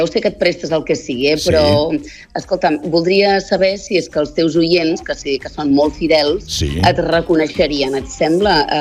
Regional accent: Catalonia, Spain; Jo, com a empordanesa que sóc, ho dic malament.

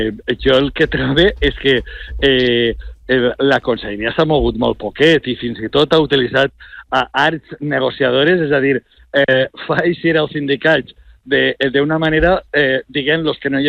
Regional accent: Valencian Community, Spain; jo soc valencià

